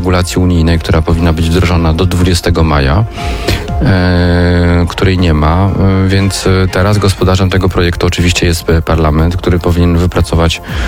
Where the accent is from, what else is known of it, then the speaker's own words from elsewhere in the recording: Warsaw, Masovian Voivodeship, Poland; Dla mnie jest kwestia jedna, jestem warszawiakiem i dbam o mieszkańców